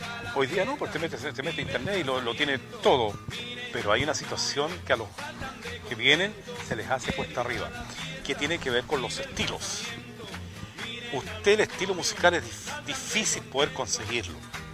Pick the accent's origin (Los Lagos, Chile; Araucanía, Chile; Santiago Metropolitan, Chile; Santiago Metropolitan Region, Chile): Araucanía, Chile; born there; Y yo en mi tierra escuché gente